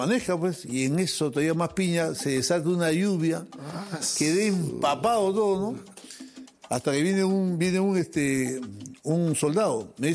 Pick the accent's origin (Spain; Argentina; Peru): Peru; Pero jefe, yo soy cantante, soy peruano, vengo de un festival, mire, acá está mi trofeo.